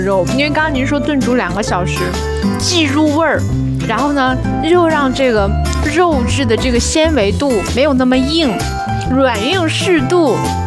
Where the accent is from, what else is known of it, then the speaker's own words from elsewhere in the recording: Heilongjiang, China; 对于我们黑龙江人